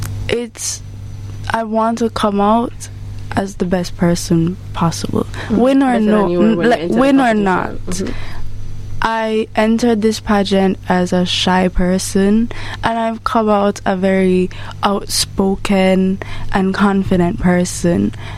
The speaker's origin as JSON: {"language": "English", "country": "Trinidad & Tobago", "said": "I'm half Trini. So I'm also from Trinidad and Tobago. Mm-hmm. So I'm half Jamaican, half Trini."}